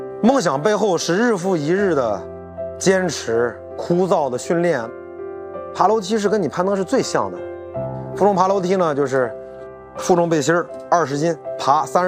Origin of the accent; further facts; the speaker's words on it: Shijiazhuang, Hebei, China; 想到我的家乡啊，石家庄，想到这些好吃的